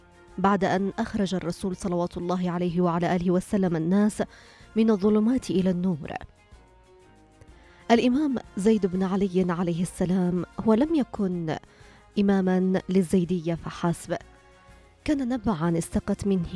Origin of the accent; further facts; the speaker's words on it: Yemen; نحن كيمنيين